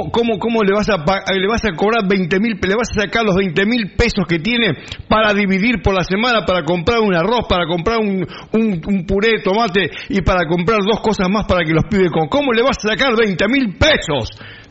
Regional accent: Punta Alta, Buenos Aires Province, Argentina; porque somos de Punta Alta. Soy de Punta Alta, nací acá

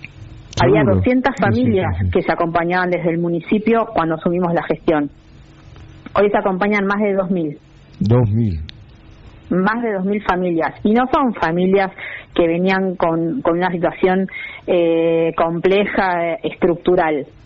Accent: Buenos Aires, Argentina; Somos bonaerenses.

